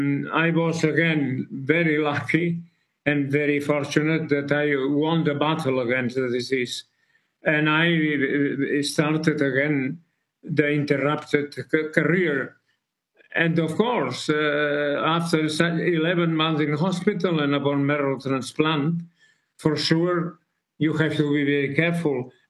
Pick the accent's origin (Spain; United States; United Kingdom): Spain; Barcelona, Catalonia; English is a second language; When I was 11, I was singing in our opera house in Barcelona, my hometown